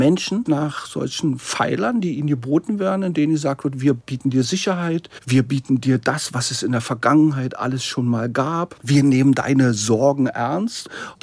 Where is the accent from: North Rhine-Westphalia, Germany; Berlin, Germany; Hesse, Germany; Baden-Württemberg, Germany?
Berlin, Germany; ich bin Berliner, ich bin Prenzlauer Berger.